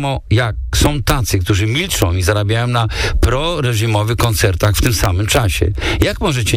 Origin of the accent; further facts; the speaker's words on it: Belarus; Sam pochodzę z Białorusi, gdzie do dziś wielu muzyków siedzi za kratami.